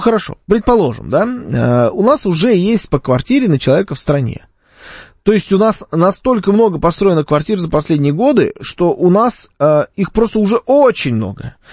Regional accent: Moscow, Russia; accent: Moscow; У нас в России каждый пятый, наверное, двуязычный. А в Белгороде мне вообще заявили, что у меня московский акцент.

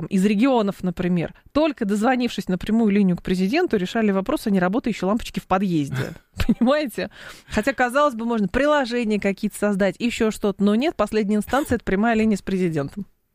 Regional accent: Lyubertsy, Moscow Oblast, Russia; я же из Люберец.

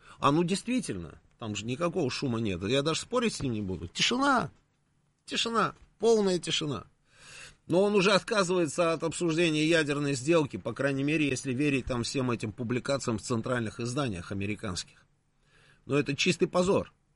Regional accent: Moscow, Russia; Я говорю, из Москвы. О, чую же говор. Ну, вот что тут скажешь. Вот, понимаете, у нас, оказывается, говор.

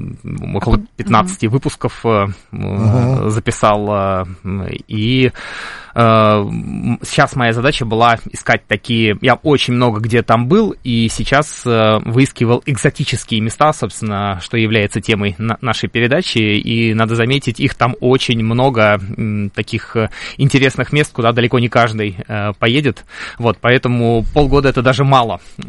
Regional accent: Russia; поскольку я из России

